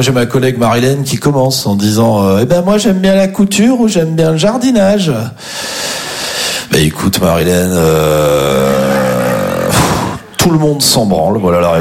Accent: Champagnole, Bourgogne-Franche-Comté, France; Non, je suis originaire d'une petite commune qui s'appelle Champagnole. Alors, c'est pas très connu

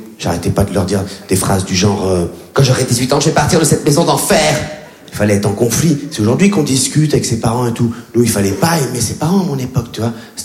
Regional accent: Réunion; born or raised there

